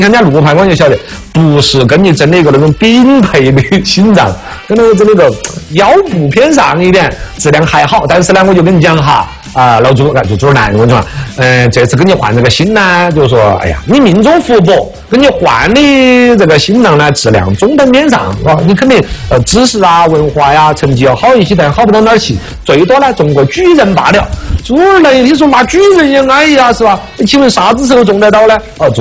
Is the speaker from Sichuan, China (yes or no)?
yes; Sichuan, China; 我们四川人